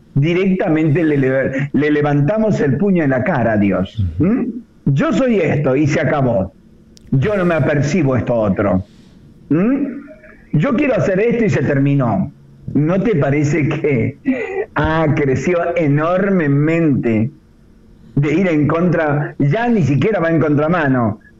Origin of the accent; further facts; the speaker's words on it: Argentina; es mi deber, es mi responsabilidad como ciudadano argentino